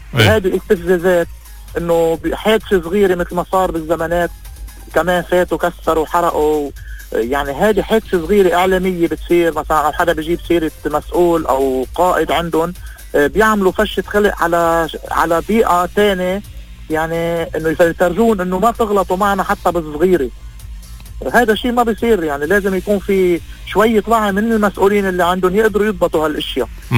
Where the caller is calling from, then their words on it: Kfarshima, Mount Lebanon, Lebanon; من كفرشيمة.